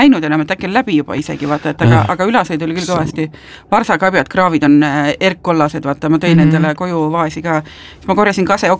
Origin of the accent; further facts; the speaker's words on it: Tartu, Tartu County, Estonia; mina kui tartlane, mina sellistel atraktsioonidel pole osalenud, kodulinnas keegi ei käi turisti mängimas enamasti.